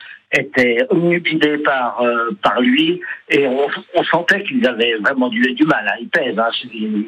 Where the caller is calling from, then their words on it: Metz, Grand Est, France; je suis assez loin, je suis à Metz.